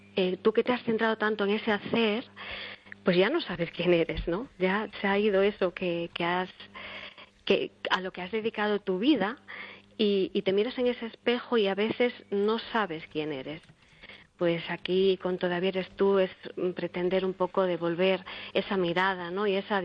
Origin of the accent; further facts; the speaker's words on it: Galicia, Spain; la música, como buena gallega también siempre ha estado muy presente en mi vida